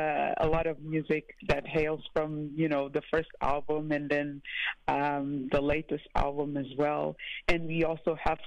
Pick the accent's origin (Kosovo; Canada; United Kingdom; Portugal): Portugal; I was born in Portugal, but my parents, they come from Cape Verde. And so I grew up in Portugal, mm-hmm. Living within the culture of my parents and eating the food, speaking the dialect and listening to the music